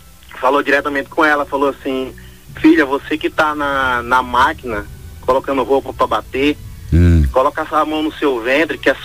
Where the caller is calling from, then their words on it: Mogi Guaçu, São Paulo, Brazil; Eu falo de Mogi Guaçu, São Paulo